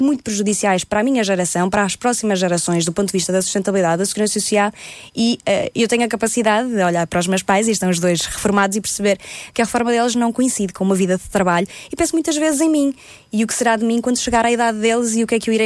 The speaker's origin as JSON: {"language": "Portuguese", "town": "Alfândega da Fé", "region": "Norte", "country": "Portugal", "said": "vindo eu de um distrito do interior, de um concelho muito pequenino, de Bragança, eu venho da Alfândega da Fé, do distrito de Bragança"}